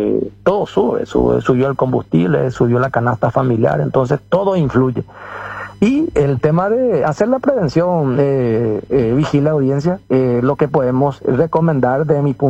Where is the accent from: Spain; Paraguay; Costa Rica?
Paraguay